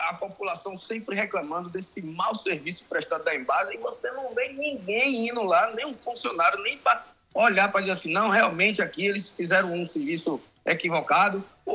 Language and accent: Portuguese; Conceição do Jacuípe, Bahia, Brazil; Nascido e criado em Conceição de Jacuípe, 45 anos de idade, nunca tive vontade de ir para nenhum outro município.